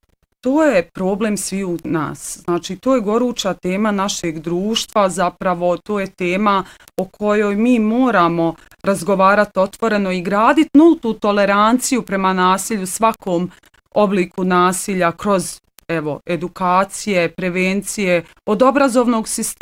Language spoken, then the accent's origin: Croatian; Bosnia & Herzegovina; mi u Bosni i Hercegovini